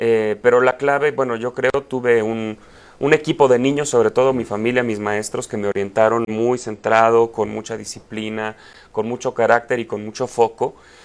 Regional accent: Guanajuato, Mexico; born there; Familia de ingenieros, uh-huh, guanajuatenses, nací en Guanajuato.

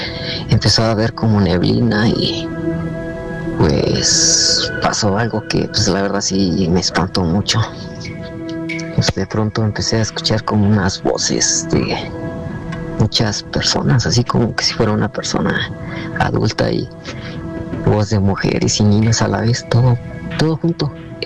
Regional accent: Toluca, State of Mexico, Mexico; Soy de Toluca y mi sobrenombre, pues, lo voy a poner así, ¿no? … Soy de Toluca y no daré muchos detalles donde ocurre esto

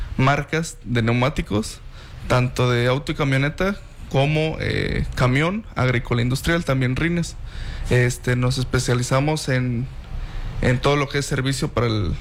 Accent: Orizaba, Veracruz, Mexico; no soy de aquí. Soy de Orizaba, Veracruz.

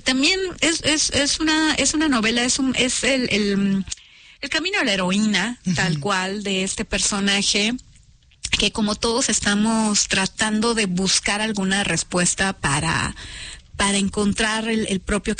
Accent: Mexico

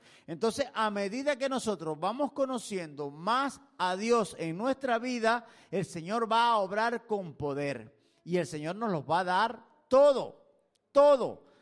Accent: Venezuela; moved away as an adult; also born or lived in Puerto Armuelles, Panama; ahora aquí estamos comiendo como buenos venezolanos arepa todos los días.

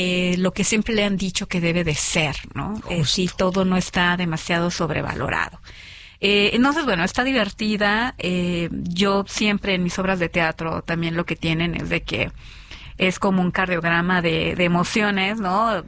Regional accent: Mexicali, Baja California, Mexico; now in Mexico City, Mexico; yo soy de Baja California, de Mexicali, digo, vivo aquí en la Ciudad de México hace 25 años, pero bueno, soy de allá. Y mi abuela era de Tabasco.

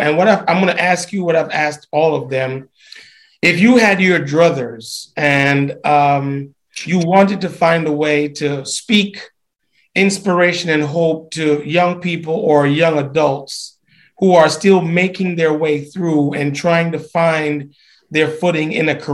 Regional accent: Jamaica; moved away as an adult; I'm originally from Jamaica, and I came on a track and field scholarship to Howard University.

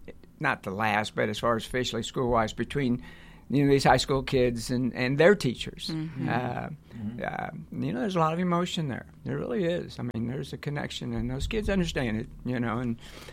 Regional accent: Raytown, Missouri, United States; I grew up in Raytown.

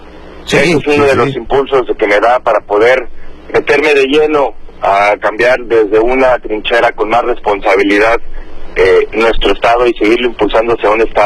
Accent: Los Cabos, Baja California Sur, Mexico; also born or lived in La Paz, Baja California Sur / Monterrey; nací en La Paz, precisamente. Nací en La Paz el 26 de febrero de 1990. Tengo 36 años cumplidos. Mi familia, por decisiones pues meramente empresariales, nos vinimos a vivir cuando yo tenía 3 años, ya a la punta sur de este bello estado. Y desde entonces pues he estado estudiando y trabajando aquí en la punta, en Los Cabos

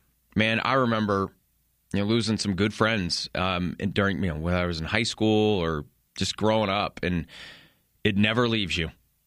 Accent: Cheyenne Wells, Colorado, United States; I grew up in Cheyenne Wells, Colorado

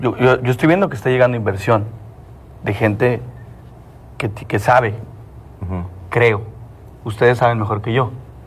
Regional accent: Mexico; moved away as an adult; Lo que pasa es que yo me fui de México a los 18. Entonces me fui sin hacer contactos. Y a pesar de que tengo una carrera en Europa, no he tenido carrera en México.

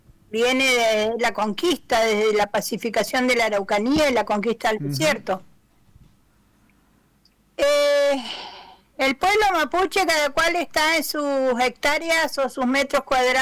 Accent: Río Negro, Argentina; Hola a todos, bueno, soy de acá del Nahuel Huapi.

